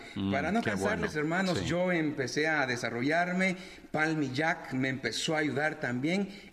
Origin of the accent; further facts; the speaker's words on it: Guatemala City, Guatemala Department, Guatemala; born there; also born or lived in Santa Lucía Cotzumalguapa, Escuintla, Guatemala; Yo crecí en Santa Lucía, Cotzumalguapa. Tuve un accidente como a los 6 años, me pusieron 16 puntos en mi cabeza. Debido a eso nos venimos a la capital